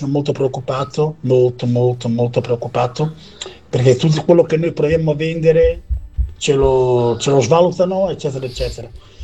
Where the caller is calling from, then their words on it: Ferrara, Emilia-Romagna, Italy; io sono di Ferrara